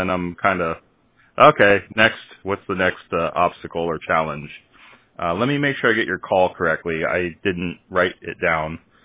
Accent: Conneaut, Ohio, United States; moved away; I'm originally from Conneaut, Ohio myself, so not too far from Erie.

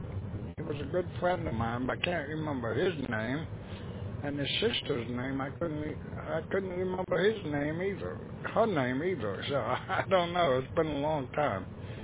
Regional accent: New York, United States; now in Florida, United States; I'm originally from New York and I remember Urges very well.

